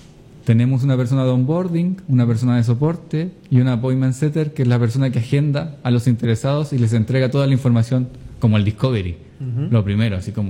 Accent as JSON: {"language": "Spanish", "town": "Concepción", "region": "Biobío", "country": "Chile", "said": "Somos todos de Conce. Todo el equipo de Conce."}